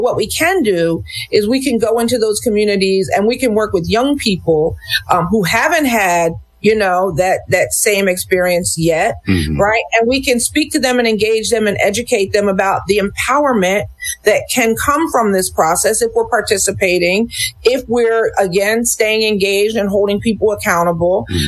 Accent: United States

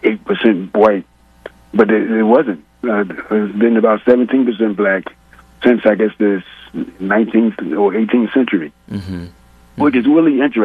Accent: Philadelphia, Pennsylvania, United States; born there; I was born in Philadelphia

